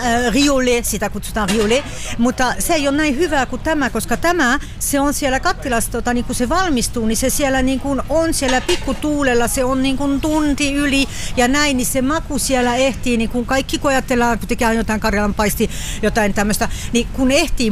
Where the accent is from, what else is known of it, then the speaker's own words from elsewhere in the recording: France; Finnish is a second language; now in Finland; toki mä en ole syntynyt täällä, mä oon Ranskasta kotoisin